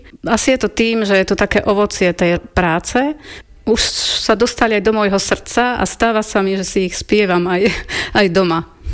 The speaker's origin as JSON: {"language": "Slovak", "town": "Hriňová", "region": "Banská Bystrica Region", "country": "Slovakia", "moved": "as an adult", "lives_now": "Jalšovík, Slovakia", "said": "Pochádzam z Podpoliania, z Hriňovej."}